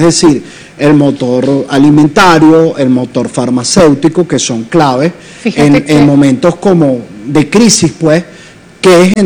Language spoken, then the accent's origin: Spanish; Venezuela; Todos perdimos como nación venezolana